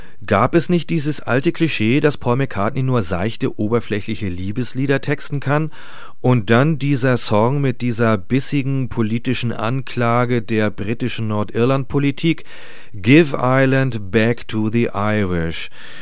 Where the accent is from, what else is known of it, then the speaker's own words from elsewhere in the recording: Northern Germany, Germany; als Norddeutscher ist man ab und zu mal geneigt, diesem Slogan zuzustimmen